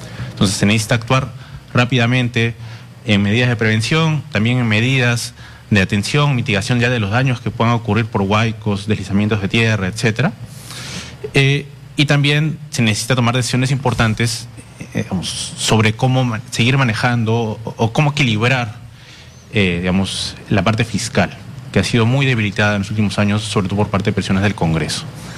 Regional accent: Peru; Nosotros, como peruanos, sabemos que el fenómeno del Niño va a venir siempre cada 4 o 5 años.

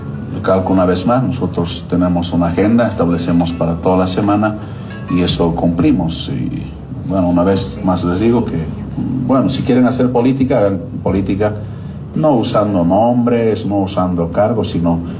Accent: Quechua area, Bolivia; Yo soy campesino, yo soy indígena, yo soy quechua.

